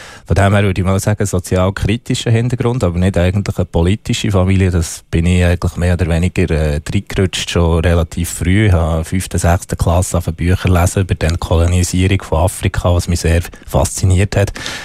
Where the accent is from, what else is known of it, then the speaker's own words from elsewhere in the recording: Bern, Switzerland; Aber auf jeden Fall ist es für mich als Berner ist das Gefühl von Heimat, wenn